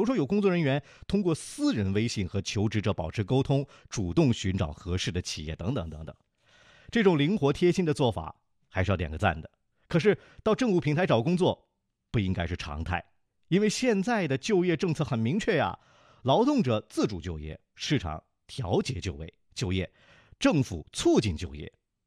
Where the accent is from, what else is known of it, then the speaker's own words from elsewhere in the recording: Gansu, China; moved away; 我的家乡甘肃